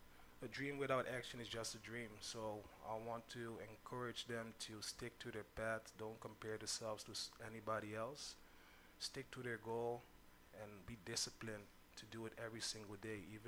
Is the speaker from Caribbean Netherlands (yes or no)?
yes; Sint Eustatius, Caribbean Netherlands; hey, I'm from this island. Like, you remember, I'm from Stacia, and they have a lot of talent here.